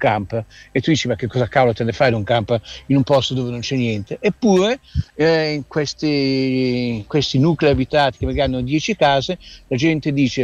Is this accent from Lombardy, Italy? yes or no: yes; Milan, Lombardy, Italy; sono milanese